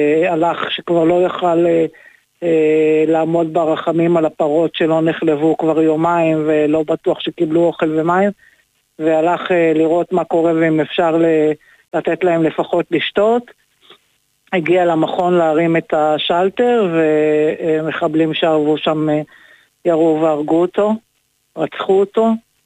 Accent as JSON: {"language": "Hebrew", "town": "Tze'elim", "region": "Southern District", "country": "Israel", "tie": "born or raised there", "said": "נכון שהקיבוץ צאלים אינו נמצא בעוטף, הוא 13 קילומטר מרצועת עזה, אבל אני שגדלתי פה מכירה לצערי הרב כמעט את כל מי שנחטף"}